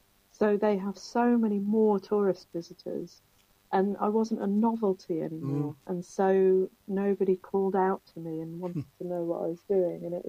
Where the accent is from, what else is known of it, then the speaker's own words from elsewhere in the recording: Newtown, Wales, United Kingdom; my hometown of Newtown